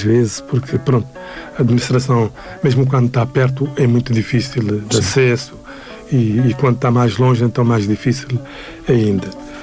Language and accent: Portuguese; Nouakchott, Mauritania; now in France; O choque foi grande, porque Paris era muito diferente do sítio onde eu vinha. Embora eu vinha de uma cidade de Nouakchott, né? Mas Estava em Nouakchott na altura.